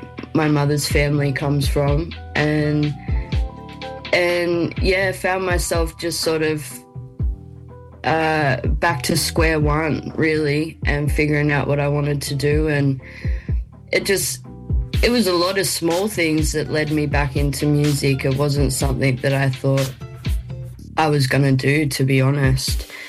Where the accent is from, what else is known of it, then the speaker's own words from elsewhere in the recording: Lithgow, New South Wales, Australia; born there; No, I was actually born in Lithgow. I was born in the Blue Mountains. I've actually never been back.